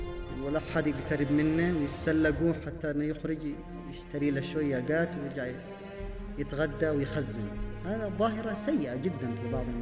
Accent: Yemen; عندنا في اليمن

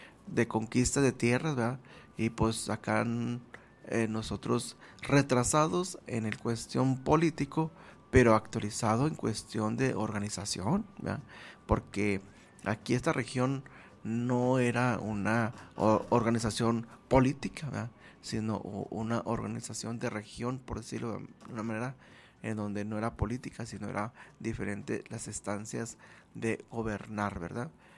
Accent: northern Mexico, Mexico; del sur del país, nos dicen que nosotros hablamos enojados, ¿verdad? Y nosotros del norte le decimos a los del sur que hablan cantando

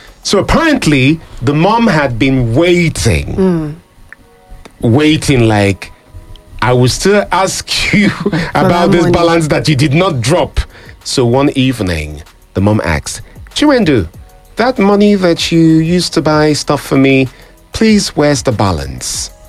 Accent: Lagos, Nigeria; I was born and raised in Lagos. I lived in a neighborhood where this was done to girls.

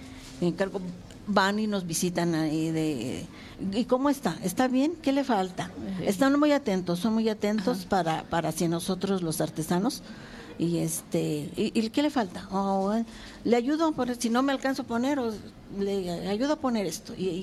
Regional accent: Ezequiel Montes, Querétaro, Mexico; yo soy del municipio de Ezequiel Montes

